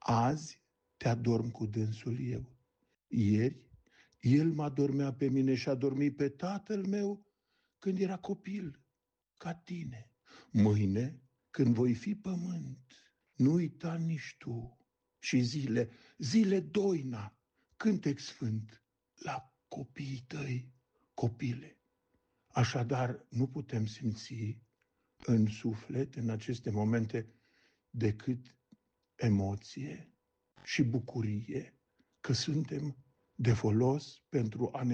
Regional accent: Vințu de Jos, Alba County, Romania; moved away as an adult; now in Groși, Romania; amintind faptul că sunt originar de la Vințul de Jos, deci de pe meleagurile dumneavoastră, dar de 30 de ani îmi îndeplinesc misiunea, viața și activitatea pe meleaguri maramureșene

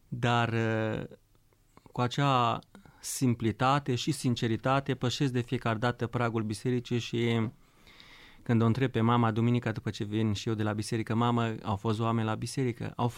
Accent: Solomon, Romania; prima dată teologie am învățat-o în satul meu natal, de la părinții mei, din satul Solomon, comuna Grâbou, județul

